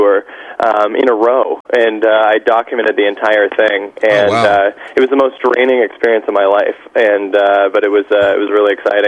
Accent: Seattle, Washington, United States; moved away as an adult; now in Los Angeles, United States; I'm originally from Seattle. And it's crazy. And then when I was 20 out there, I booked 10 Things I Hate About You and moved to L.A. to capitalize on it.

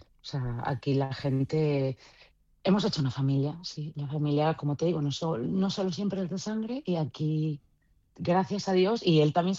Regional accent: Zamora, Castile and León, Spain; Yo soy zamorana.

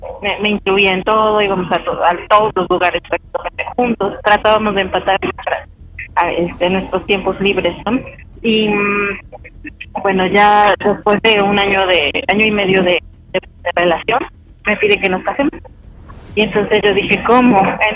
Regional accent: Benito Juárez, Mexico City, Mexico; 38 años y de la alcaldía Benito Juárez.

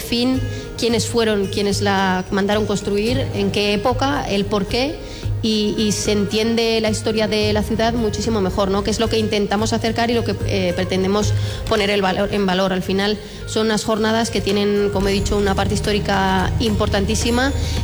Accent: Jaca, Aragon, Spain; todos los que somos de Jaca tenemos el sentimiento del viernes de mayo metido dentro.

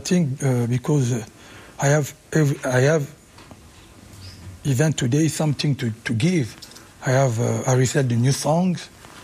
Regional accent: Kinshasa, DR Congo; English is a second language; moved away as an adult; also born or lived in Paris; I was when because I grew up in Kinshasa and I go to the Paris when I was I used to be a little bit, you know, like 20, 19, 20. Mm-hmm. So I have both culture. you know, Congolese culture and Rumba music.

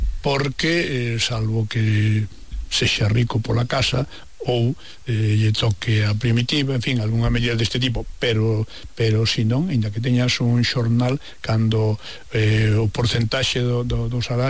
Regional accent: Sober, Galicia, Spain; born there; eu nacín en Sober

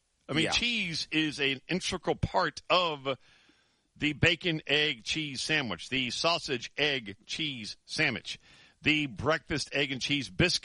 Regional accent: Folsom, Louisiana, United States; I'm a Folsom boy.

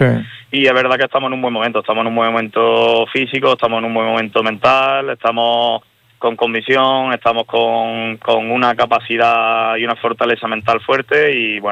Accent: Córdoba, Andalusia, Spain; yo soy cordobés, ¿eh?

